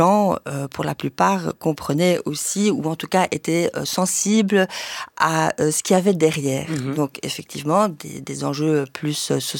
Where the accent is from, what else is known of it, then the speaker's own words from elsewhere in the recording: Luxembourg; moved away as an adult; also born or lived in Brussels, Belgium; Je suis née à Bruxelles, d'une mère espagnole, d'un père belge. Ensuite, j'ai grandi au Grand-Duché de Luxembourg et j'y ai vécu jusqu'à mes 18 ans.